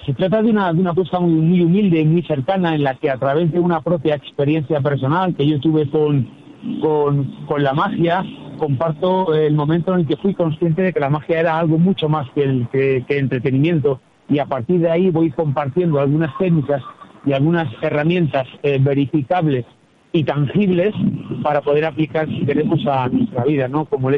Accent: Castile and León, Spain; pues en mi tierra, que soy de Castilla y León, pues visito algún municipio

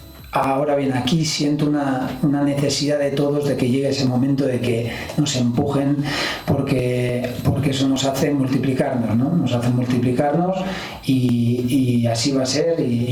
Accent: Basque Country, Spain; Obviamente, por ser vasco es un partido especial, no lo voy a negar. Yo siempre, como vasco, siempre he tenido cariño a todos los equipos vascos.

